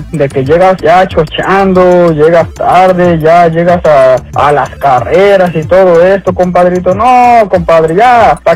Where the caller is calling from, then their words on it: Indianapolis, Indiana, United States; Aquí saludándolos desde Indianápolis.